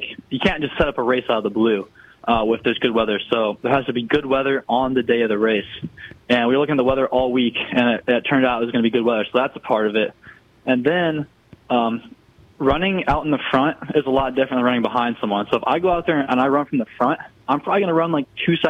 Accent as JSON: {"language": "English", "country": "United States", "said": "the Olympics is in my home country, not very far from where I live now."}